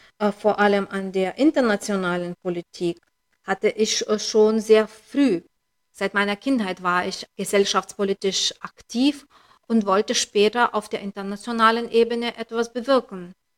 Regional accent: Lithuania; first language Lithuanian; German is a second language; Meine Muttersprache ist Litauisch und ich habe in der damaligen Sowjetunion eine der litauischen Schulen besucht, die in Litauen die Mehrheit ausmachten.

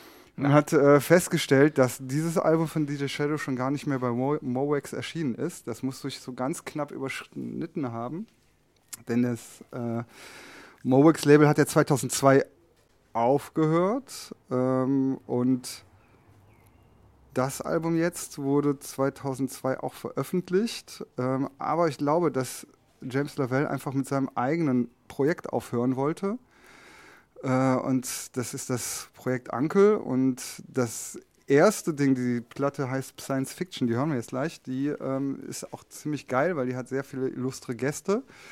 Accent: North Rhine-Westphalia, Germany; Und immer wenn ich jetzt in meiner Heimatstadt dann irgendwie WDR 4 da kommt irgendwie

